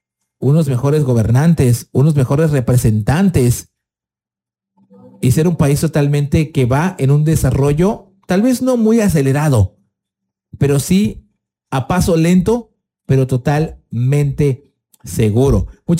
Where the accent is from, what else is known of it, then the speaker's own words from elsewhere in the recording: Tapachula, Chiapas, Mexico; nosotros como chiapanecos y tapachultecos y parte del sur de la República Mexicana.